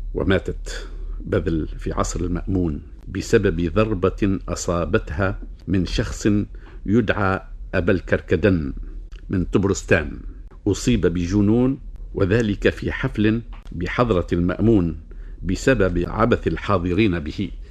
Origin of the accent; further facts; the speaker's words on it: Tunisia; عندنا في تونس وفي المغرب العربي